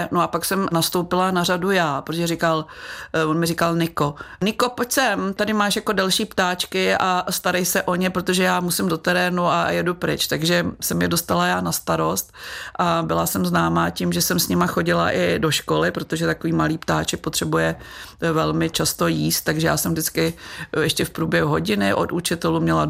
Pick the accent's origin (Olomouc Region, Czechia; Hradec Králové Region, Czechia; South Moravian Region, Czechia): Hradec Králové Region, Czechia; Hostinné; also born or lived in Prague; jak jsem se dostala z Hostinného a ze studia v Praze k cestování ve světě.